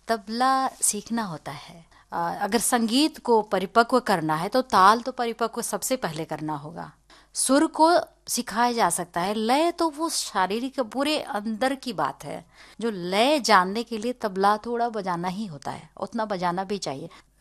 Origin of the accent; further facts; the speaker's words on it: Araria district, Bihar, India; born there; हमारा जन्म हुआ अररिया जिले में।